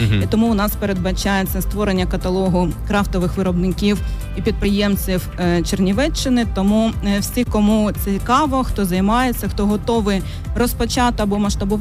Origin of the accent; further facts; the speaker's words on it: Dnipriany, Kherson Oblast, Ukraine; moved away as an adult; also born or lived in Nova Kakhovka; now in Chernivtsi, Ukraine; Я якраз з Дніпрян